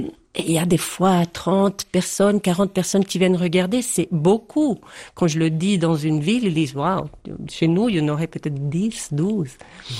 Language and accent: French; Poschiavo, Graubünden, Switzerland; also born or lived in Geneva; Quand j'étais à Genève et puis on me demandait, et je disais je suis du Val Poschiavo, ils disaient ah waouh, chouette, les montagnes, etc.